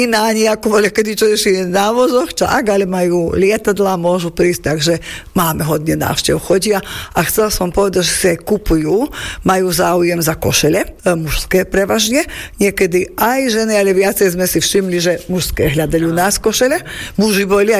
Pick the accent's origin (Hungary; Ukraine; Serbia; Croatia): Serbia; Bački Petrovec, Vojvodina; No som opravdová Petrovčanka a myslím, že aj zostanem.